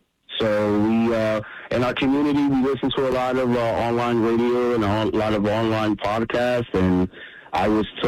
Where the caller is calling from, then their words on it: New York City, New York, United States; I'm calling from New York City.